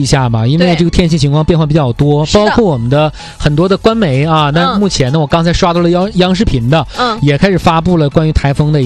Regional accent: Dunhua, Jilin, China; moved away; 我发现我的老家还上榜了，这个让我挺意外的。

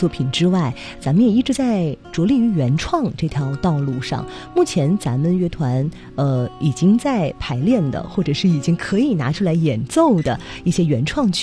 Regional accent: Northeast China, China

